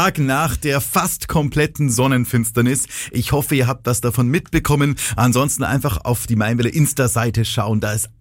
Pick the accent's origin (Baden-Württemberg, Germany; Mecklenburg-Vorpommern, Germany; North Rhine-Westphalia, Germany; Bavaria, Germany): Bavaria, Germany; Pegnitz; So, ab nach Pegnitz in meine Heimatstadt.